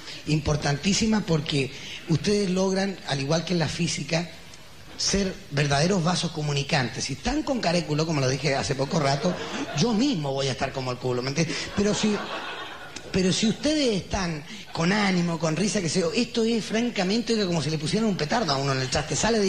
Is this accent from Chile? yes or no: yes; Chile; como chileno también soy un poquito como chupadito.